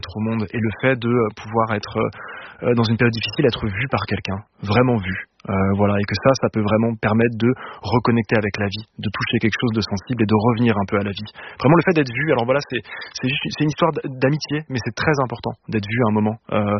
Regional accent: Lyon, Auvergne-Rhône-Alpes, France; Moi, j'ai grandi à Lyon.

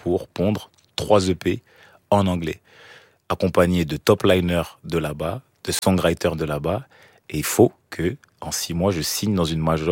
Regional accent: Cameroon

